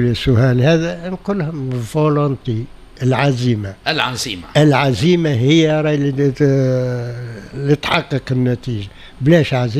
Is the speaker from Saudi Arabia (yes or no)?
no; Tunisia; عندنا في تونس